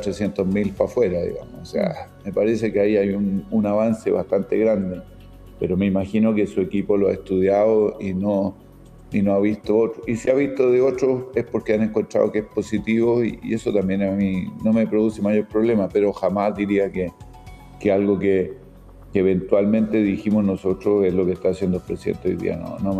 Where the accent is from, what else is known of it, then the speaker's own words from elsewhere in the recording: Antofagasta, Chile; yo soy de Antofagasta.